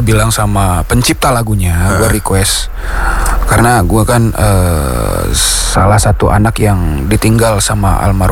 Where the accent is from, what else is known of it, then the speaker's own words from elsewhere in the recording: Padang, West Sumatra, Indonesia; born there; moved away as an adult; now in Jakarta, Indonesia; Di tanah kelahiranku, Padang.